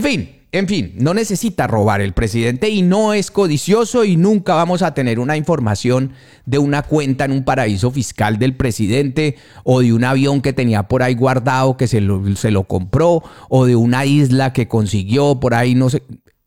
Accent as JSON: {"language": "Spanish", "country": "Colombia", "said": "a mí como ciudadano colombiano, pues no me hace daño"}